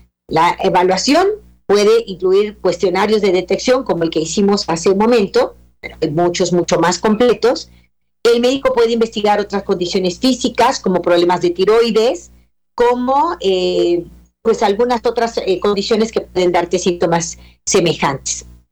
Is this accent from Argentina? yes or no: no; Mexico; En una emergencia en México, hay que acudir a urgencias en mi país